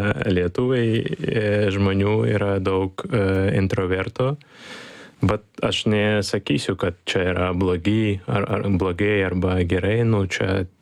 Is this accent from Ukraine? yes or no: yes; Ukraine; Lithuanian is a second language; moved away as an adult; now in Lithuania; kaip ukrainietis